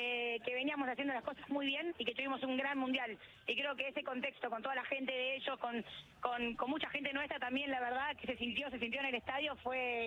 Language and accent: Spanish; Argentina; esa es nuestra bandera, como jugadora de hockey, como argentinas